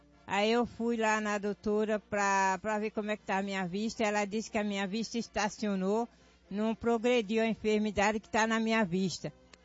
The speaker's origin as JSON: {"language": "Portuguese", "town": "Belford Roxo", "region": "Rio de Janeiro", "country": "Brazil", "said": "Belfor Roxo."}